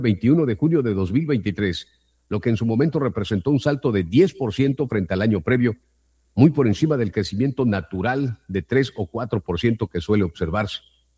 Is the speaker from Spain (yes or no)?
no; Mexico; En algunas áreas del gobierno federal que representan nuestro dinero como mexicanos.